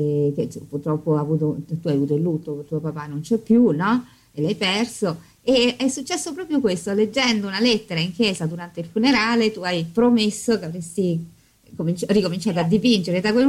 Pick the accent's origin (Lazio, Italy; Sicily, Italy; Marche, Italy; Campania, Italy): Lazio, Italy; Rome; born there; io sono di Roma e a me guai chi tocca la mia città